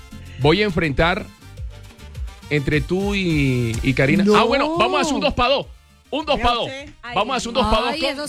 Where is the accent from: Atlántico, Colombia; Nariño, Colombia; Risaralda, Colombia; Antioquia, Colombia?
Atlántico, Colombia; Barranquilla; Somos barranquilleros.